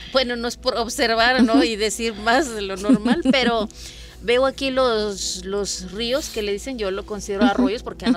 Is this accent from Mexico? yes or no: yes; Palmital, Veracruz, Mexico; Entonces, yo soy de Palmital, pertenece a Tantuyuca. Palmital ya está colinda con casi como 20 minutos al estado de Hidalgo.